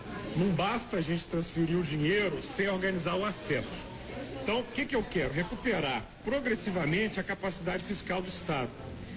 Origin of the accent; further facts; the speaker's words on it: Belo Horizonte, Minas Gerais, Brazil; born there; Eu nasci em Belo Horizonte, tenho 40 anos